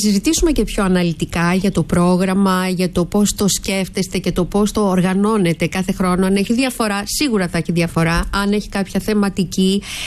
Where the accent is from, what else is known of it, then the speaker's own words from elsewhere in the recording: Thessaloniki, Central Macedonia, Greece; και εγώ είμαι από τη Βόρεια Ελλάδα, από τη Θεσσαλονίκη.